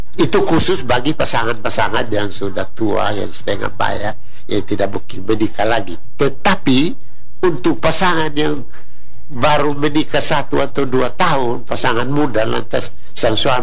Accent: Sabu, East Nusa Tenggara, Indonesia; kita sebagai orang Sabu.

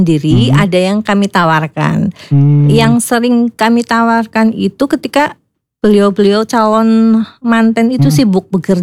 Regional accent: Purbalingga, Central Java, Indonesia; Silakan, saya dari Purbalingga.

